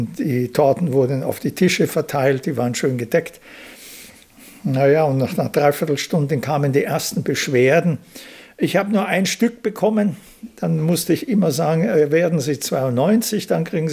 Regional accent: Vienna, Austria; moved away as an adult; now in Berlin, Germany; dass ich Wiener bin. Ich bin ja auch in Wien geboren, ja. Also ich fühle mich tatsächlich immer noch als Wiener, nicht? Und das ist meine Heimat.

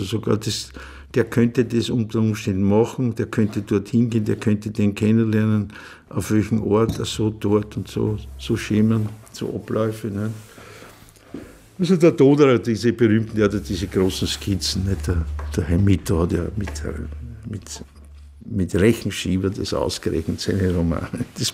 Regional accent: Vienna, Austria; das lernt man halt als Kind in Wien, nicht?

